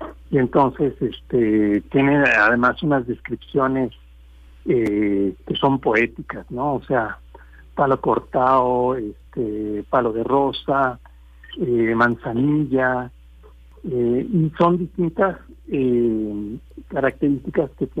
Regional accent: Mexico; en particular como mexicanos, de jugar con lo extraño, con lo extranjero, e incorporarlo.

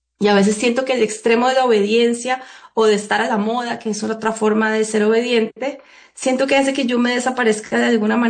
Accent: Cali, Valle del Cauca, Colombia; moved away as an adult; also born or lived in Birmingham, England; la nostalgia que me dio como de Cali, de Colombia, era dolorosísima

